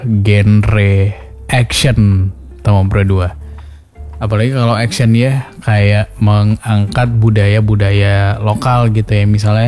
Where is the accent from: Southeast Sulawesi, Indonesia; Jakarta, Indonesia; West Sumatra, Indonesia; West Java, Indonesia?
West Sumatra, Indonesia; kita sebagai warga Sumatera Barat